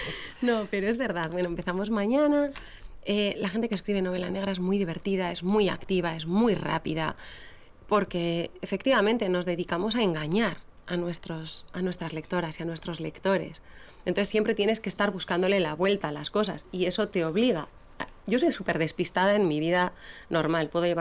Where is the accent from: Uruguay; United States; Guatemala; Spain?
Spain; Basque Country; born there; Mi ama es gallega y mi aita es leonés. Yo nací aquí en Euskadi